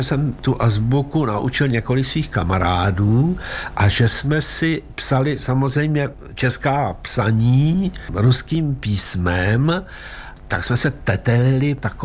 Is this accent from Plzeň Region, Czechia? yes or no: yes; Plzeň, Plzeň Region, Czechia; já jsem vyrůstal v Plzni